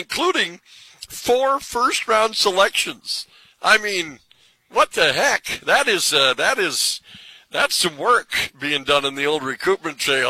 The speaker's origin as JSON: {"language": "English", "town": "Williston", "country": "United States", "tie": "born or raised there", "said": "I had the same thing at church growing up in Williston."}